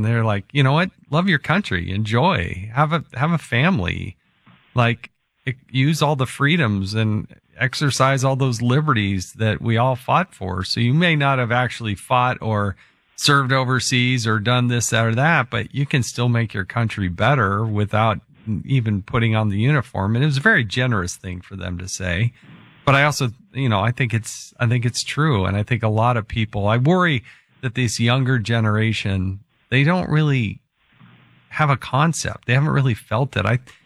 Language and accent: English; Utah, United States